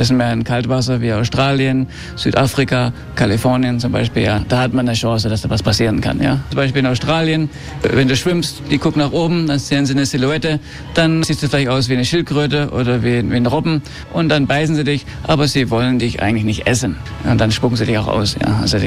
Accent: Ibiza, Balearic Islands, Spain; Genau, ich bin in Ibiza geboren und aufgewachsen. Ich habe noch nie in Deutschland gelebt, aber meine Eltern kommen aus Stuttgart.

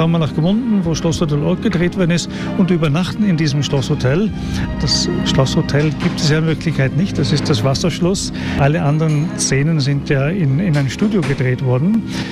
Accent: Bedford, East of England, United Kingdom; now in Austria; Nein, ich bin gebürtiger Engländer … Ich bin aber schon 20 Jahre hier in Österreich.

